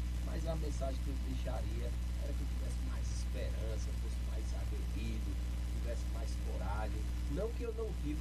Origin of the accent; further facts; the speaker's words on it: Toritama, Pernambuco, Brazil; also born or lived in Caruaru, Brazil; Nasci em Caruaru, mas sempre vivia aqui na cidade de Toritama.